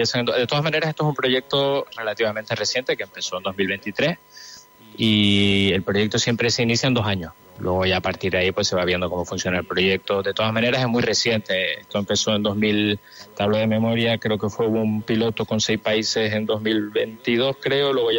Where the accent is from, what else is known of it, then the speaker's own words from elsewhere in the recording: Tenerife, Canary Islands, Spain; now in Belmopan, Belize; yo soy de Tenerife.